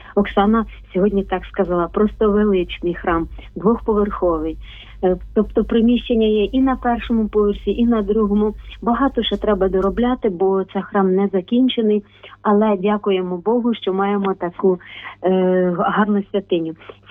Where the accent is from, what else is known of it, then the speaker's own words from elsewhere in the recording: Murafa, Vinnytsia Oblast, Ukraine; now in Vinnytsia, Ukraine; Вітання з Вінниці, так, моя, можна сказати, рідна парафія. Так, я родом з Мурафи, Мурафської парафії, але вже довгі роки у Вінниці.